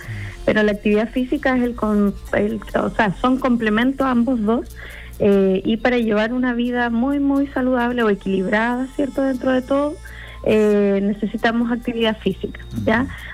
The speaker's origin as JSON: {"language": "Spanish", "country": "Chile"}